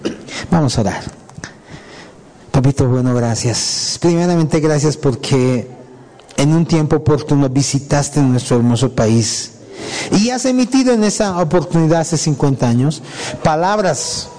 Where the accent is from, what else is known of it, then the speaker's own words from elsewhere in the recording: Bolivia; Nosotros también somos bolivianos.